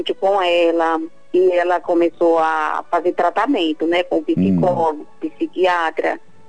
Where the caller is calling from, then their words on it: Natal, Rio Grande do Norte, Brazil; Eu falo de Natal, Rio Grande do Norte.